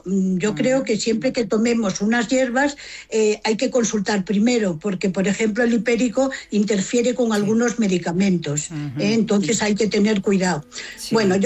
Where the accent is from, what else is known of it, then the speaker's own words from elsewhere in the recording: Galicia, Spain; Sí, yo soy gallega, además.